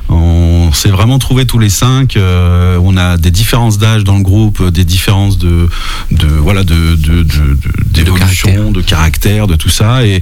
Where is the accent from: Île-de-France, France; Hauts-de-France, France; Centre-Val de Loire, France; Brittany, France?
Île-de-France, France; born there; moved away as an adult; also born or lived in Lyon; now in Vendée, France; Moi, je viens d'une cité de Lyon. J'ai grandi ensuite en banlieue parisienne. Je suis arrivé en Vendée pour élever mes enfants.